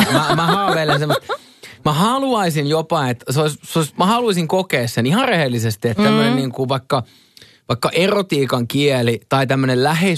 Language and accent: Finnish; Lahti, Päijät-Häme, Finland; mä oon lahjasta kotoisin, mä vien sen tonne Ahtialaan mummo pöytään istuun.